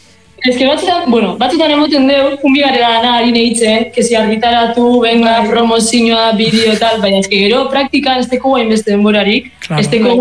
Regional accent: Gernika, Basque Country, Spain; Gernikarra gara

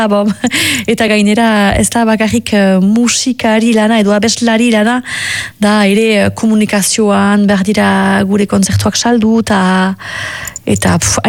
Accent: Nouvelle-Aquitaine, France; first language Basque

